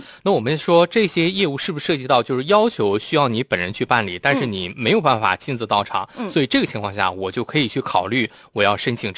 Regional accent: Northeast China, China; 那你看像我们东北人好多人都在异地有房产

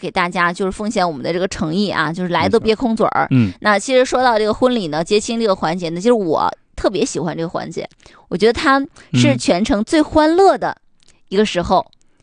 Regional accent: Northeast China, China; 那我们东北人其实招待客的这个方式呢

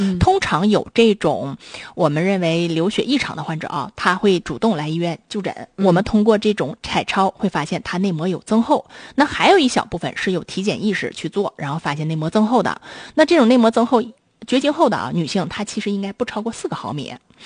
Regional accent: China

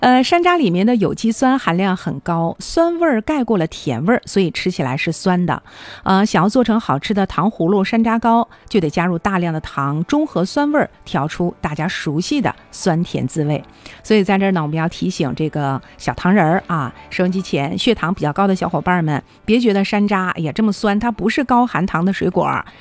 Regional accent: Harbin, Heilongjiang, China; 对于咱们哈尔滨人来说呀

